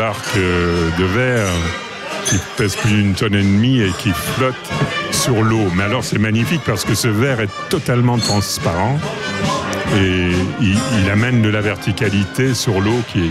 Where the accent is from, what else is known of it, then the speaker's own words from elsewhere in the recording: Fleurus, Wallonia, Belgium; Mais je suis non seulement du coin, je suis né à Fleurus.